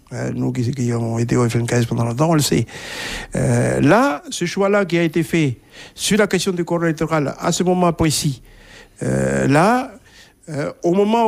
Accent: South Province, New Caledonia; pour nous les gens du Sud

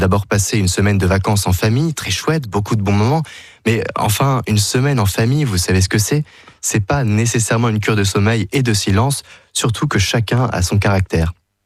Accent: France; nous avons chez nous en France

